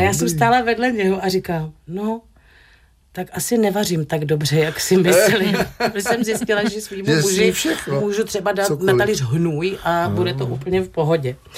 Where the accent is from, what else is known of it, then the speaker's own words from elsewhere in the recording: Moravia, Czechia; ale u nás na Moravě v podstatě oslava znamená zabití jídlem